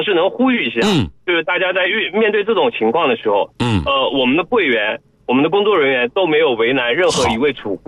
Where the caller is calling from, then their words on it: Suzhou, Jiangsu, China; 我是苏州的。